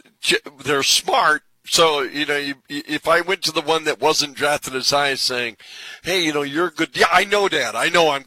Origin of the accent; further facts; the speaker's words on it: Williston, United States; I had the same thing at church growing up in Williston.